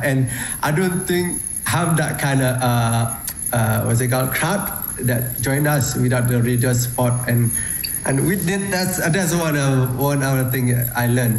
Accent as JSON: {"language": "English", "country": "Malaysia", "moved": "yes", "said": "my home country, Malaysia"}